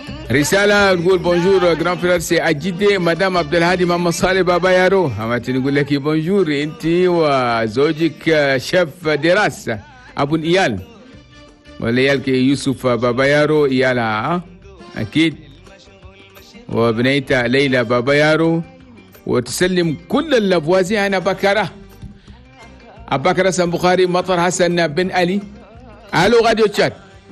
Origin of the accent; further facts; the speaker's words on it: Chad; بلدنا تشاد بلد توماي